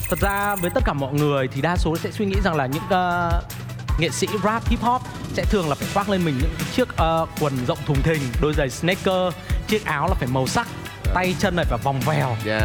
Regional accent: Northern Vietnam, Vietnam; born there; moved away as an adult; now in Ho Chi Minh City, Vietnam

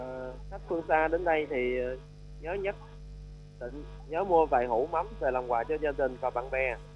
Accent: Chau Doc, An Giang, Vietnam; Quê hương em không chỉ có Miếu Bà Chúa Xứ linh thiêng

